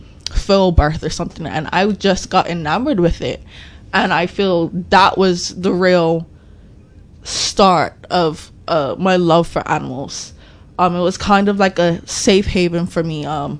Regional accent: Hamilton Parish, Bermuda; But growing up in Shelly Bay area, it's a stables actually right around the corner from my house.

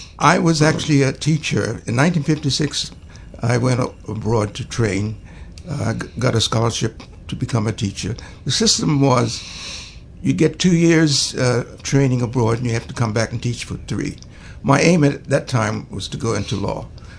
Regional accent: Bermuda; born there; moved away as an adult; also born or lived in Canada; growing up in Bermuda or being in Bermuda in the late 1960s.

